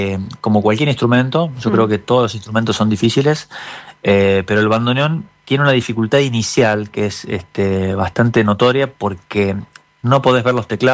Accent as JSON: {"language": "Spanish", "town": "Río Tercero", "region": "Córdoba", "country": "Argentina", "tie": "born there", "said": "en la ciudad donde yo nací, que es Río Tercero, en la provincia de Córdoba, es una ciudad, pero es pequeña"}